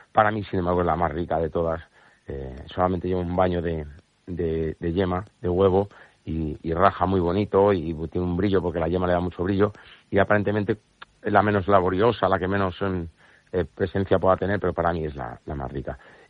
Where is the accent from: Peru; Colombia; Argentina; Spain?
Spain; Madrid, Community of Madrid; Yo me considero muy madrileño